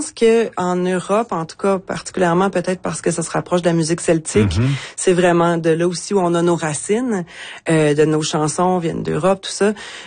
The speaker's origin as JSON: {"language": "French", "region": "Quebec", "country": "Canada", "said": "en tant que Québécoise, donc francophone"}